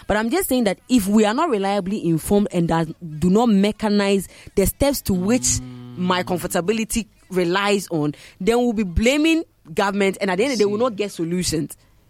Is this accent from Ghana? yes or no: yes; Ghana; as a Ghanaian